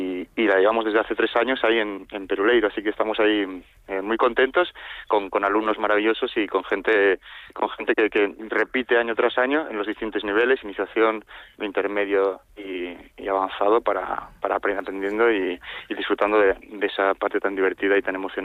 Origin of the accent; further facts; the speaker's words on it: Lugo, Galicia, Spain; moved away as an adult; now in A Coruña, Spain; yo soy de Lugo, los dos vivimos en Coruña